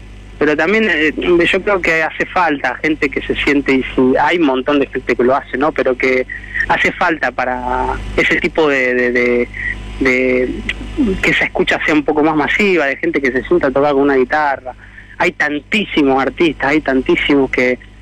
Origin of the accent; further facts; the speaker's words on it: Correa, Santa Fe, Argentina; moved away as an adult; also born or lived in Rosario / Buenos Aires; empecé de chico en Correa